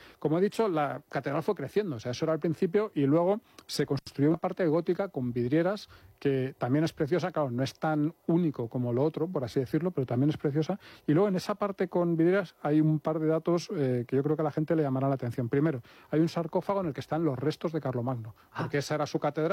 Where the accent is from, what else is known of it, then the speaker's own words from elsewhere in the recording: Spain; como buen español que estamos acostumbrados a que los ríos sean, pues como son aquí en España